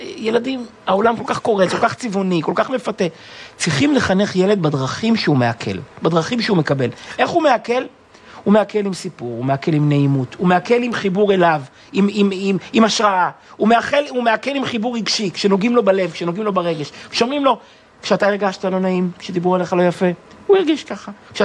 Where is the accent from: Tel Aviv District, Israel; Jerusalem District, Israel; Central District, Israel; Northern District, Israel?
Central District, Israel; Kfar Chabad; אני גדלתי בבית של הרב של כפר חב"ד, אבי היה 40 שנה הרב של כפר חב"ד.